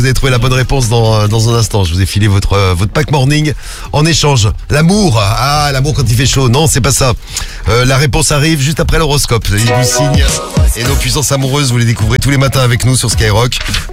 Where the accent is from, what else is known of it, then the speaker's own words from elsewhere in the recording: Firminy, Auvergne-Rhône-Alpes, France; Je suis de Firminy.